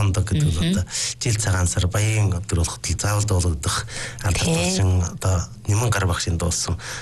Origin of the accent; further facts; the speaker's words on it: Hulunbuir, Inner Mongolia, China; миний нутгийн дууч